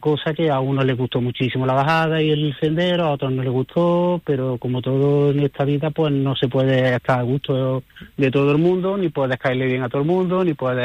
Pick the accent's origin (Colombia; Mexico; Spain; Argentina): Spain; Villanueva de Córdoba, Andalusia; soy un jarote que me gusta mi pueblo